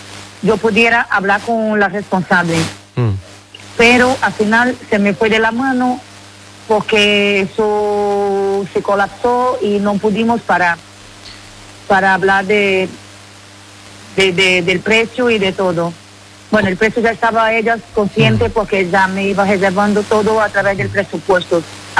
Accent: São Luís, Maranhão, Brazil; now in Spain; Sí, soy de Brasil, pero hace 20 años que estoy aquí.

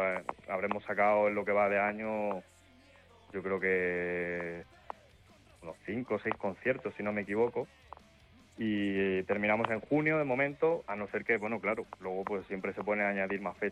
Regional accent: Andalusia, Spain; yo que soy del pueblo de al lado y veo lo que aquí pasa en mi pueblo

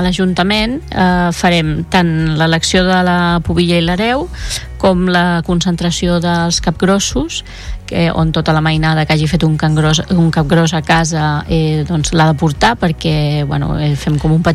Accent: Vilafant, Catalonia, Spain; és tradició ja al nostre poble, no?

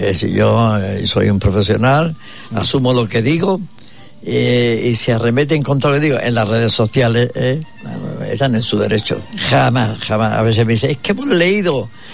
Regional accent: Granada, Andalusia, Spain; Bueno, es que también vuelvo a mi tierra, porque claro, yo soy andaluz.

